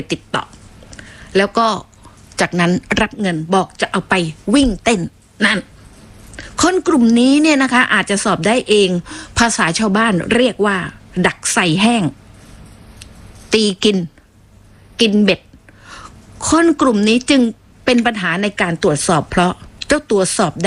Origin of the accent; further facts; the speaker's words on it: Phuket, Thailand; born there; ดิฉันนี่เกิดมาเป็นคนภูเก็ตโดยกำเนิดนะเกิดถนนดีบุก